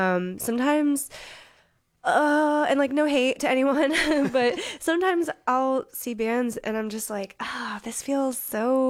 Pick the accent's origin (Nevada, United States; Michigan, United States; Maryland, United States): Maryland, United States; Baltimore; also born or lived in Prague / Tokyo / Los Angeles; I'm a person from Baltimore, Maryland, originally. I've traveled quite a lot. I've lived in a lot of places around the world, including Prague and Tokyo and LA.